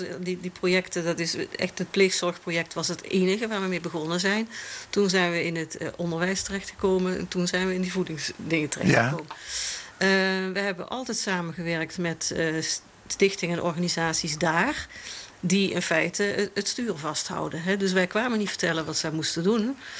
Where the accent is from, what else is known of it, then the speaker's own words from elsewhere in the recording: Netherlands; Ik kom uit Nederland.